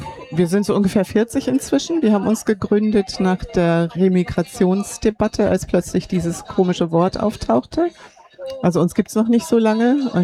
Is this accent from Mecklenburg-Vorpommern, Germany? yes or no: yes; Bad Doberan, Mecklenburg-Vorpommern, Germany; Also ich selber bin aus Bad Doberan.